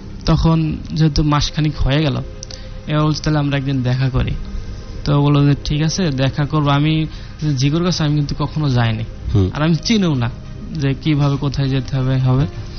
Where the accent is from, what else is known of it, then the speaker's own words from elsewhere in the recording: Magura District, Khulna Division, Bangladesh; আর আমার বাড়ি ছিল মাগুরা ডিস্ট্রিক্টে